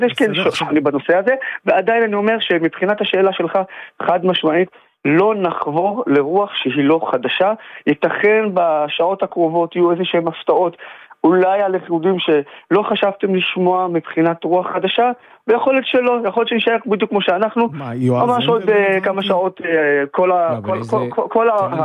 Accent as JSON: {"language": "Hebrew", "town": "Nazareth", "region": "Northern District", "country": "Israel", "tie": "born or raised there", "said": "אני כערבי ישראלי מנצרת שהתחנך וגדל גם על הערכים המערביים האלה שספקתי מתוך מדינת ישראל"}